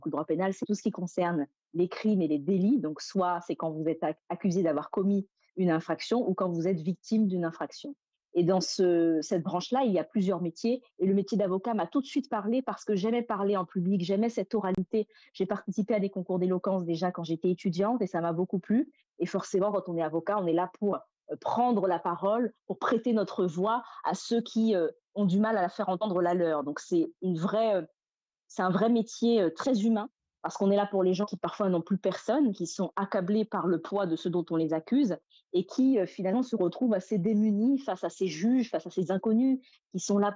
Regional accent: Martinique, France; nous en tant que Martiniquais, alors on est français par le fait de l'histoire, mais on revendique vraiment notre propre identité.

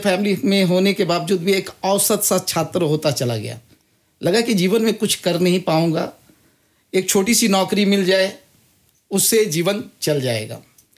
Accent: Bhagalpur, Bihar, India; moved away as an adult; now in Kolkata, India; भागलपुर बिहार का एक शहर है वहाँ से हमारी स्कूलिंग कॉलेज वगैरह हुई। मैं अपने ग्रैंडफादर ग्रैंडमदर के साथ में वहाँ पला बड़ा उनके संस्कार उनकी संस्कृति मिली।

